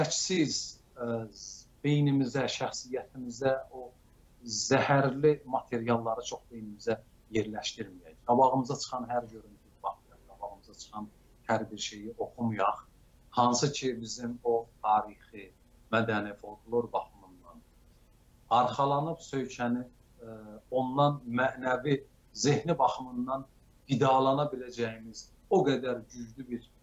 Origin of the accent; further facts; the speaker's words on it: Qoşasay, Iran; moved away as an adult; also born or lived in Urmia / Tehran; now in Baku, Azerbaijan; Mən 20 yaşımda Qoşasaydan köçdüm. Urmiyaya, sonra oradan köçdüm Tehrana, bir neçə il orada yaşadım, oradan köçdüm, gəldim Bakıya.